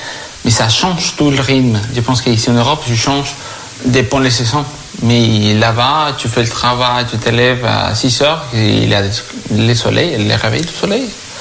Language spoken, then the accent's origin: French; Bogotá, Bogotá D.C., Colombia; French is a second language; moved away as an adult; now in France; je suis d'origine colombienne, je viens de la Colombie, exactement de la ville de Bogota, c'est la capitale.